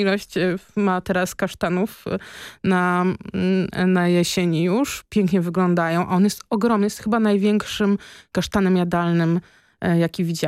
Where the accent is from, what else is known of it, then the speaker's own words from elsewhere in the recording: Warsaw, Masovian Voivodeship, Poland; jestem bardzo sentymentalnie związana z Żoliborzem. Urodziłam się na Żoliborzu i wychowałam.